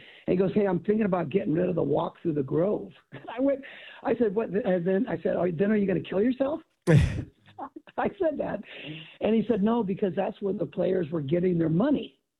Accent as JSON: {"language": "English", "region": "California", "country": "United States", "said": "I'm from California. I have no accent."}